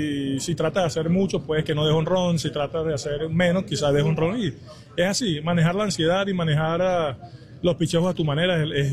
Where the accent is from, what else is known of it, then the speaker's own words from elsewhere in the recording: Venezuela; Soy un venezolano, me duele mi país